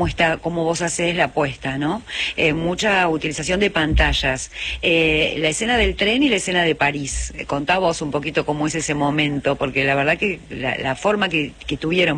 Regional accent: Argentina; todos nosotros venimos de esa cultura, ¿no? De, sí. De mucha gente que emigró, de rusos, polacos, sí, españoles, sí. Y ahí se fue construyendo esta Argentina

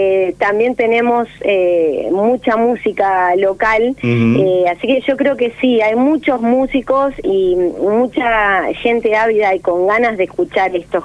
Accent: Santa Fe, Argentina; now in Santo Tomé, Argentina; No, soy santafesina, pero fui mutando de lugar. hace ya más o menos 10 años que estoy en Santo Tomé

